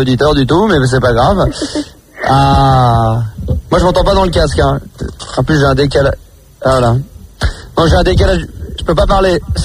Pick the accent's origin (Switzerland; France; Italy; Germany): France; Bordeaux, Nouvelle-Aquitaine; je suis pas con, je suis de Bordeaux.